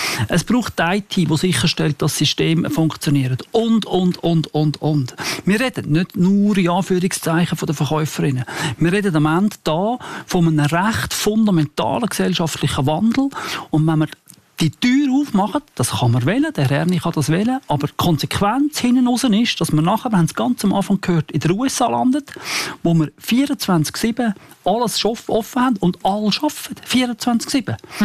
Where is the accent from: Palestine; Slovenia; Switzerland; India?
Switzerland; Zurich; Ich bin in Zürich aufgewachsen, ich wohne immer noch in der Stadt.